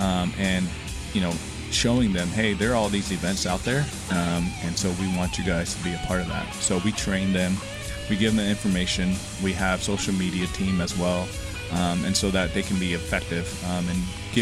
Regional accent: Oklahoma, United States; also born or lived in Korea; I'm an immigrant, and we moved to Oklahoma from Korea. And growing up there near Tinker, my story was that, you know, I went to air shows at Tinker Air Force Base

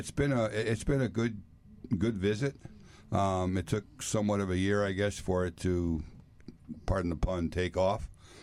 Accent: Danbury, Connecticut, United States; the airport that I grew up at in Danbury, Connecticut.

